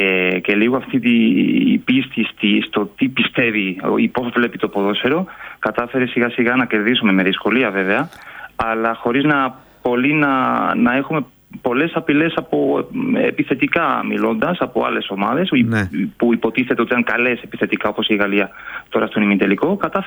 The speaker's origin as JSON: {"language": "Greek", "town": "Córdoba", "region": "Andalusia", "country": "Spain", "tie": "born or raised there", "second_language": "Greek", "moved": "as an adult", "lives_now": "Athens, Greece", "said": "εγώ γεννήθηκα εδώ στην Ισπανία και παίξα μέχρι τα 18 μου σε ακαδημίες εδώ στην Κόρδοβα"}